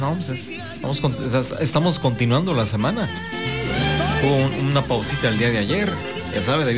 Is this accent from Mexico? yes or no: yes; Mexico